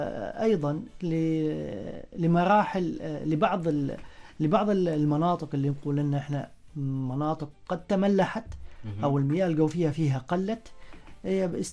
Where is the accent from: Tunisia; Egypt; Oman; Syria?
Oman; كنا كعمانيين